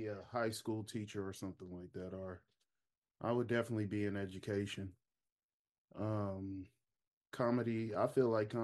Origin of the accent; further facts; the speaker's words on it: Oakland, California, United States; also born or lived in Sacramento, California; I'm from East Oakland, California, by way of Sacramento. It's all Northern California.